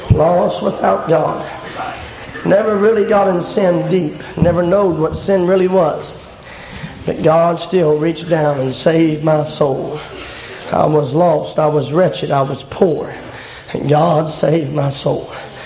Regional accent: Flatwoods, Kentucky, United States; I'm just born and raised in the hills of Kentucky. Flatwoods, Kentucky is where I was raised.

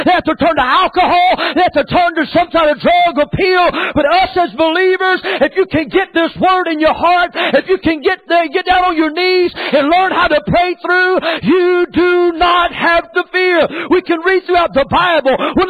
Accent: North Carolina, United States; I'm from North Carolina. We have woods there.

